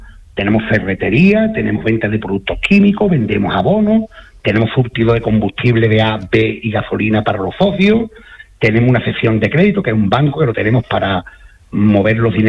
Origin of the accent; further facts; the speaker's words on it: Villanueva de San Juan, Andalusia, Spain; porque es curioso que mi pueblo, tú dices Villanueva de San Juan, y no sabe nadie ubicarlo donde está, ¿eh?